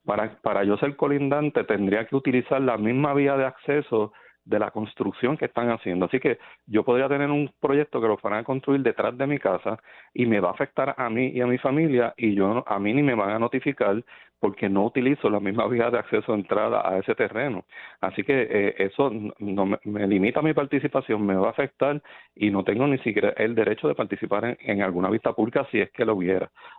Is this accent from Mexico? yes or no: no; Salinas, Puerto Rico; Yo soy de Salinas